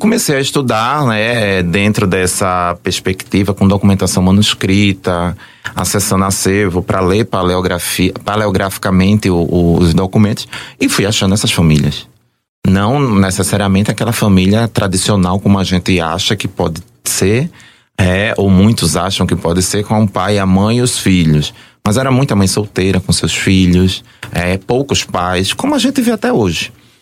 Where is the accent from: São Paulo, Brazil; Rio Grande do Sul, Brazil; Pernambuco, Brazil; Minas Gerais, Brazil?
Pernambuco, Brazil; Recife; now in Maceió, Brazil; Bem, eu posso dizer que eu vim da periferia de Recife, nasci numa periferia comparada aqui com Maceió, eu diria que é um pouco uma mistura do Vale do Reginaldo com Jacintinho, que é Água Fria.